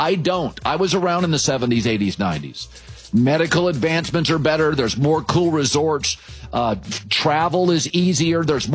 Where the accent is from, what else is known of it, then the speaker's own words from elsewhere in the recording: West Coast, United States; I grew up in the West Coast. So I grew up as a Pac-12 fan.